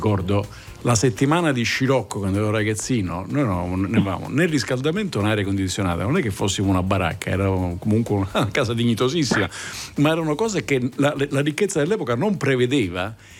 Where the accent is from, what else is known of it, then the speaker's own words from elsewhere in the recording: Palermo, Sicily, Italy; io sono cresciuto a Palermo